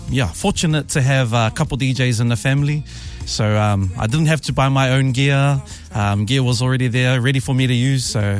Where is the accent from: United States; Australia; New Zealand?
New Zealand; Mount Roskill, Auckland; So I grew up my teens, early stages of my life. I was from Mount Roskill. Then my family moved out. I must have been about 13 or 14. We moved out to Mangere.